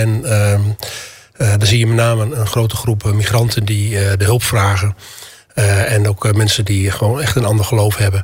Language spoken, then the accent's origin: Dutch; Zwolle, Overijssel, Netherlands; Ik kom zelf uit Zwolle.